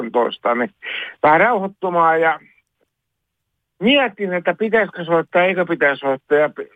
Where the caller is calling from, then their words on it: Espoo, Uusimaa, Finland; olemme ihan Espoosta kotosi, että nyt kun ollaan täällä mökillä, viileässä paikassa Kylmäkoskella